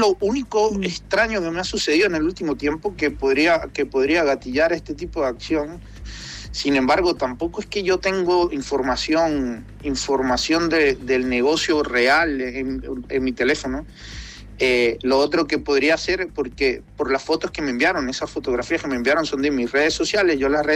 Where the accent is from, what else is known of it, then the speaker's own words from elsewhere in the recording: Venezuela; now in Chile; Mira, yo siendo venezolano y entendiendo que alinearse es pagar, nosotros en Venezuela le llamamos vacuna, no sé cuál es el término chileno acá